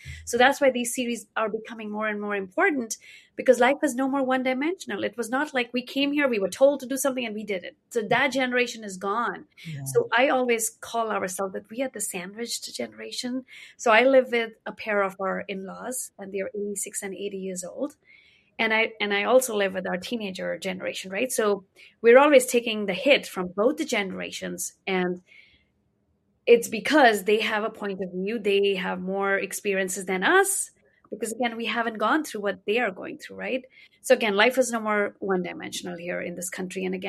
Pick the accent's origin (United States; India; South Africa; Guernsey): India; moved away as an adult; 20 years ago, I was in India, which meant I was born in India and I lived in India all my life. And growing up in India